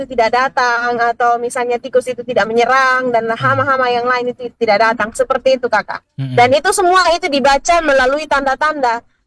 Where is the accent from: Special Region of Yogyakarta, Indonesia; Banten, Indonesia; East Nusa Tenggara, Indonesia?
East Nusa Tenggara, Indonesia; Waikabubak; Kebetulan saya lahir dan besar di Waikabubak